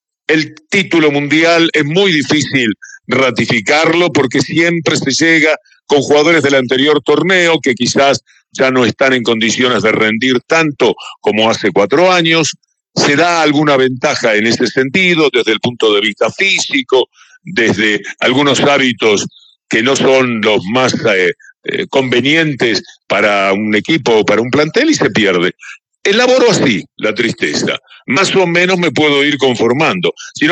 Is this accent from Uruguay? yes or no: yes; Uruguay; Yo, en tanto argentino, soy uruguayo, pero en tanto argentino me planteo inmediatamente qué es lo que ha pasado.